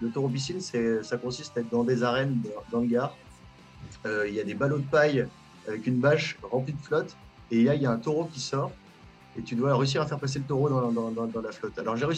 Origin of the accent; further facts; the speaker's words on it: Marseille, Provence-Alpes-Côte d'Azur, France; also born or lived in Nîmes; je suis né à Marseille, enfin je suis né à Nîmes, j'ai grandi à Marseille, j'ai fait mes armes là-bas dans le punk, j'avais mon premier groupe là-bas.